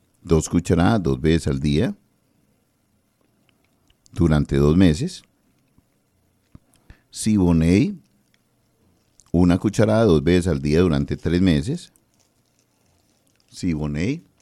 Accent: Antioquia, Colombia; yo me avergüenzo como antioqueño

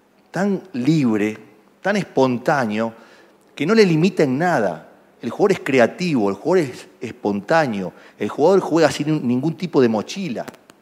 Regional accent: Rosario, Santa Fe, Argentina; Yo soy de Rosario. No puedo concebir que Rosario, una ciudad tan futbolera como Rosario

